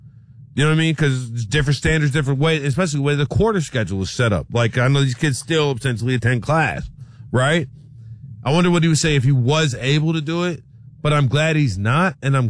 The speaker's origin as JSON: {"language": "English", "region": "Louisiana", "country": "United States", "tie": "born or raised there", "said": "I'm from Louisiana. I grew up watching football on Friday, grew up watching football on Saturday, grew up with football on Sunday."}